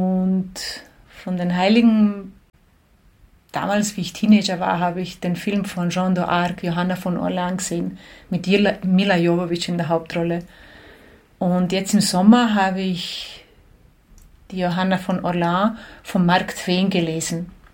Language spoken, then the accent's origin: German; Đakovo, Osijek-Baranja County, Croatia; Genau, in Giacovo, in meinem Heimatort, ist ja das älteste Lipizzanergestüt der Welt und da bin ich täglich reiten gegangen.